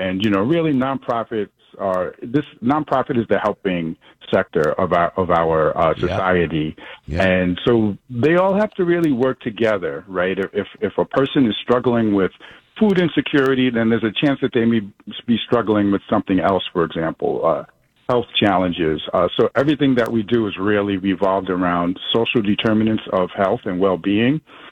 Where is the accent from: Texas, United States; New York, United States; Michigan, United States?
New York, United States; New York City; I'm a proud son of West Brighton, Staten Island. I grew up in West Brighton Project.